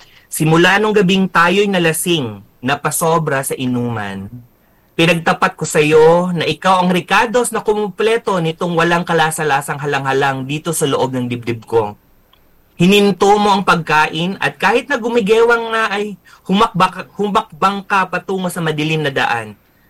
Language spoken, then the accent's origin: Tagalog; Iligan, Northern Mindanao, Philippines; experience ko growing up dito sa Iligan